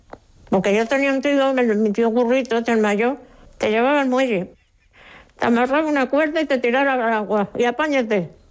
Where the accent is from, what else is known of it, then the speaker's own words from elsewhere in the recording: Chafarinas Islands, Plazas de soberanía, Spain; born there; nací en las Islas Chafarinas. En el 1926, antes de ayer.